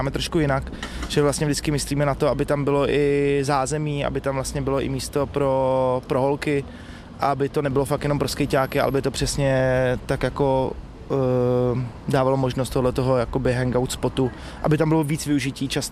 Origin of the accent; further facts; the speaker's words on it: Prague, Czechia; já jsem vlastně z Prahy 7